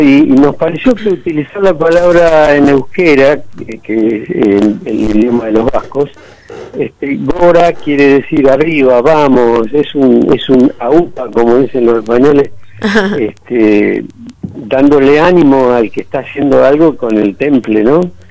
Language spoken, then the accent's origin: Spanish; Córdoba, Argentina; also born or lived in Buenos Aires; porque yo soy de Córdoba y viví en Buenos Aires de chico, y se hablaba de ese vasco que había existido